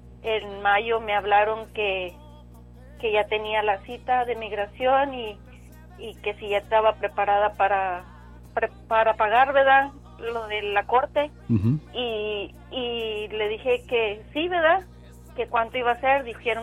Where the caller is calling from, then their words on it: Elsa, Texas, United States; De aquí, de Elsa.